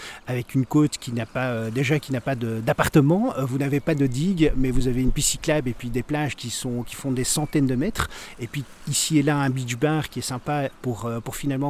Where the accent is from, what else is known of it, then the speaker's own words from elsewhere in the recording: Belgium; je suis belge, hein, vous l'entendez, mais je travaille aux Pays-Bas